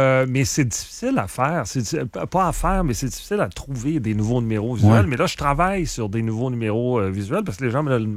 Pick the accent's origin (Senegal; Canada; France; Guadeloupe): Canada; Montreal, Quebec; je viens de Montréal.